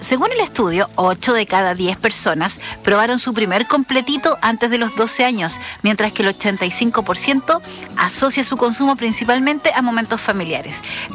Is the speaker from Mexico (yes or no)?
no; Chile; cómo somos los chilenos con el completito.